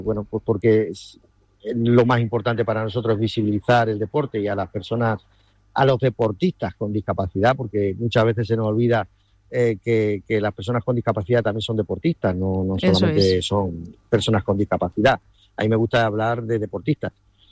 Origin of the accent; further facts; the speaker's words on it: Puertollano, Castilla-La Mancha, Spain; porque somos de Puerto Llano, somos, como decimos, hechos de acero, una ciudad minera. Que nuestros orígenes sabemos cuáles son, de dónde venimos, a dónde vamos, y queremos ser parte de Puerto Llano, de nuestra sociedad